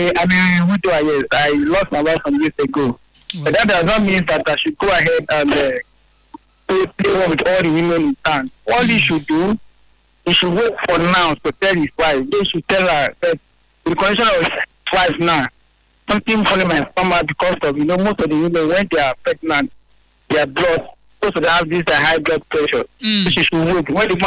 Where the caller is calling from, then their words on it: Port Harcourt, Rivers, Nigeria; I'm calling from Port Harcourt.